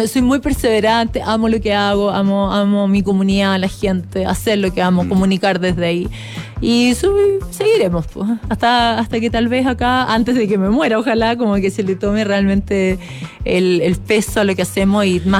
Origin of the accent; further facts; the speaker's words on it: Chile; como sigo siendo la única chilena que cruzó el Canal de la Mancha